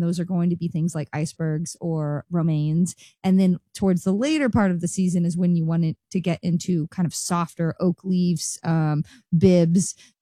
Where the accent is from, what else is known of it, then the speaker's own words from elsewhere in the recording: Kansas, United States; I grew up on it in Kansas and it was like, you know, it had no flavor.